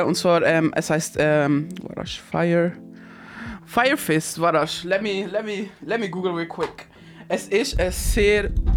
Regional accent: Tunceli Province, Turkey; als eine Kurdin, die nicht so viel von Kultur leider mitbekommen hat. Es ist sehr interesting, wenn sie über so, wie der eine ist vom gleichen Dorf, glaube ich, wie ich. Dersim, let's go, Dersim, up.

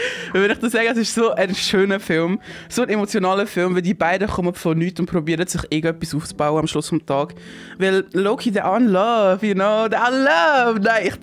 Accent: Tunceli Province, Turkey; als ein Kurdin, der nicht so viel von Kultur leider mitbekommen hat. Es ist sehr interesting, wenn sie über so, wie der eine ist vom gleichen Dorf, glaube ich, wie ich. Dersim, let's go, Dersim, up.

